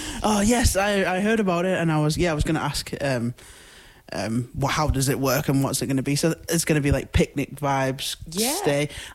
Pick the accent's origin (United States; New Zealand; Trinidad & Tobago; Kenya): New Zealand; West Coast; moved away; I grew up on the West Coast, being queer